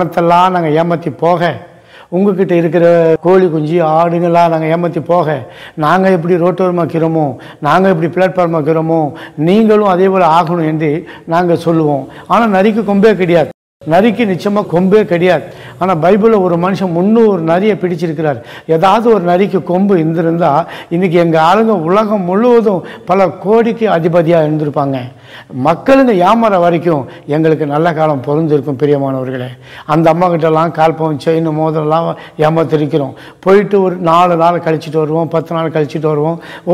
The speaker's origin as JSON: {"language": "Tamil", "town": "Tiruvannamalai", "region": "Tamil Nadu", "country": "India", "tie": "born or raised there", "said": "என்னுடைய ஒரு சொந்த ஊர் திருவண்ணாமலை. திருவண்ணாமலை பட்டணத்தை தான் நான் வளர்ந்தேன், பிறந்தேன், அங்கே தான் இருந்தேன்."}